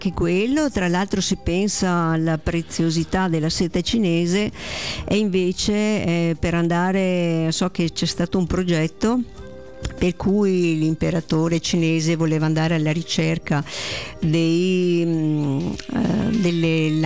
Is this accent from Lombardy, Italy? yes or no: no; Monticello Conte Otto, Veneto, Italy; Io sono di Monticello Conte 8